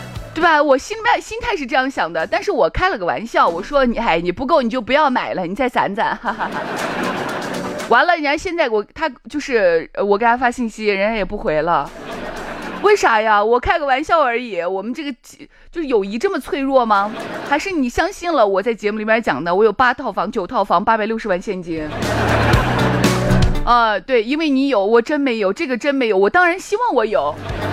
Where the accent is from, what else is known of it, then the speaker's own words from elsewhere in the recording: Shaanxi, China; 我以后就唱我们陕西人的歌